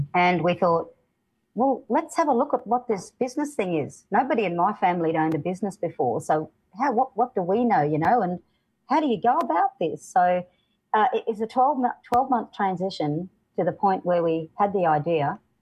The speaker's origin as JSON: {"language": "English", "town": "Mabantwa", "region": "Northern Territory", "country": "Australia", "said": "we're from Mabantwa"}